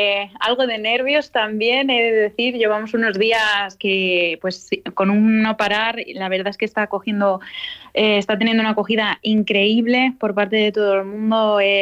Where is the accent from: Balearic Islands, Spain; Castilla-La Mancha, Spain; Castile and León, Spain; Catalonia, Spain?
Castilla-La Mancha, Spain; Villarrobledo; also born or lived in Madrid; Yo soy de Villarrobledo